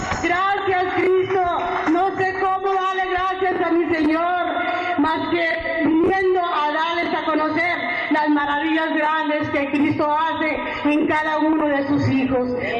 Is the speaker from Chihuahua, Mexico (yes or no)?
yes; Ciudad Juárez, Chihuahua, Mexico; Yo vengo de Ciudad Juárez, hermana.